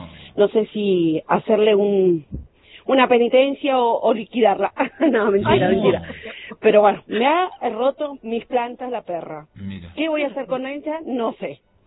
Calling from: Cuadro Nacional, Mendoza, Argentina; aquí de Cuadro Nacional.

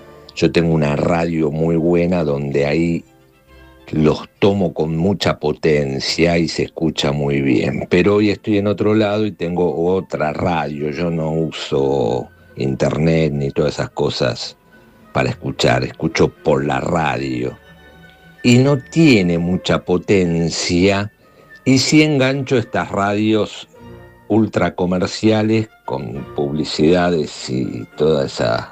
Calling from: Buenos Aires, Argentina; de Núñez.

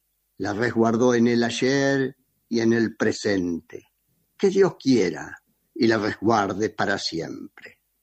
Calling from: Caseros, Entre Ríos, Argentina; en mi pueblo, en Caseros

